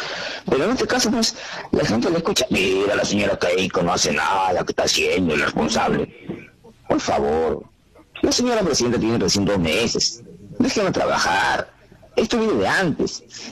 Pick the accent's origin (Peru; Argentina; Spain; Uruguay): Peru; Lima; born there; also born or lived in Abancay; Yo cuando yo vine a la sierra era cholito, pues no de 2 años, 3 años, vine de Abancay y para Lima.